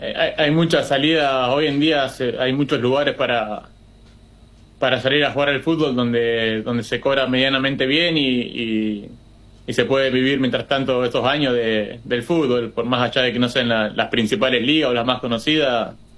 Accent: Capitán Bermúdez, Santa Fe, Argentina; also born or lived in Malta

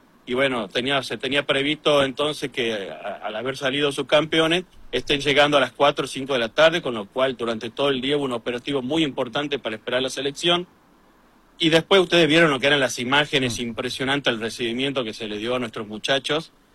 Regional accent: Argentina; lo que yo estaba viendo como argentino

